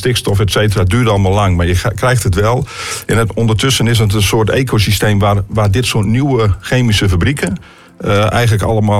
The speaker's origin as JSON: {"language": "Dutch", "region": "Groningen", "country": "Netherlands", "said": "Ik kom zelf uit Buffalo, uit van het Hoge Land."}